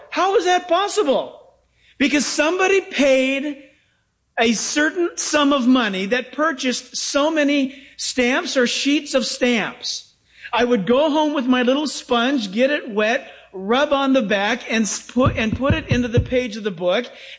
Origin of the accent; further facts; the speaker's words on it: San Diego, California, United States; also born or lived in Orange County; growing up in San Diego and then in Orange County, I used to get so excited when it was time for my mom to go to the grocery store.